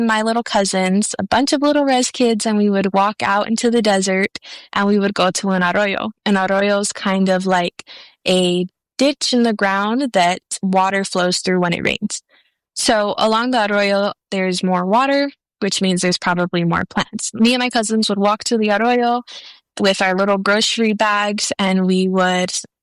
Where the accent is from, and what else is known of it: Tucson, Arizona, United States; born there